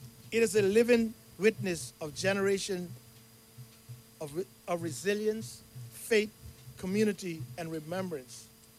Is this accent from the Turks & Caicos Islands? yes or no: yes; Cockburn Town, Turks & Caicos Islands; As a young boy growing up in Grand Turk